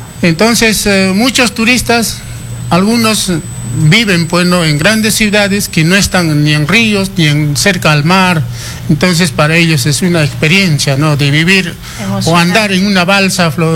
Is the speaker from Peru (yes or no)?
yes; Puno, Peru; saludarles desde el lago navegable más alto del mundo, que nosotros venimos y mantenemos nuestra cultura viva